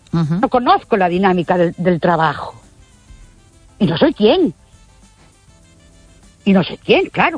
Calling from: Ourense, Galicia, Spain; Buenas noches. … de Orense otra vez.

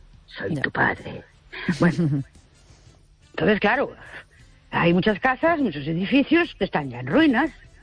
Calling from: Ourense, Galicia, Spain; de Ourense otra vez.

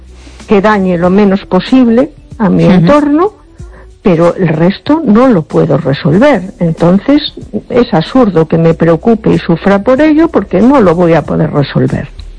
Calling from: A Coruña, Galicia, Spain; de Coruña.

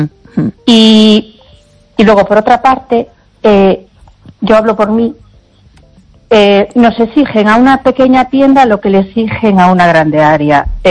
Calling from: A Coruña, Galicia, Spain; de Coruña.

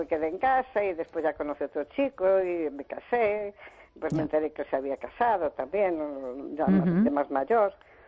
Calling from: A Coruña, Galicia, Spain; Desde Coruña.

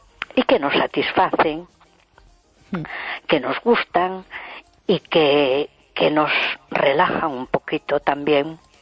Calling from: A Coruña, Galicia, Spain; de Coruña.

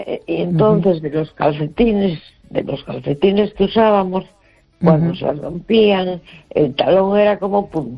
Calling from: A Coruña, Galicia, Spain; de La Coruña.

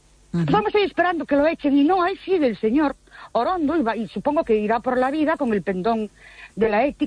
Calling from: Ourense, Galicia, Spain

